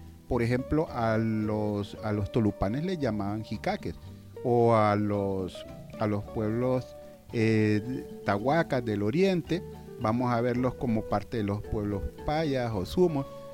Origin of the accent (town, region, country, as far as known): Honduras